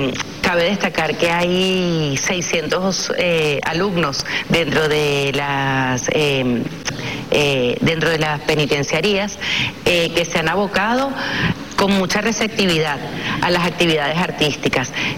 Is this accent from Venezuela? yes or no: yes; Venezuela; somos venezolanos